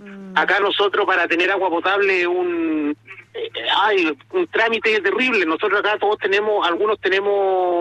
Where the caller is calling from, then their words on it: Coquimbo, Chile; estoy llamando desde Coquimbo.